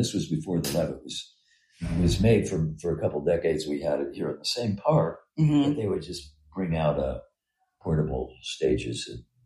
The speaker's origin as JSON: {"language": "English", "town": "Dayton", "region": "Ohio", "country": "United States", "tie": "born or raised there"}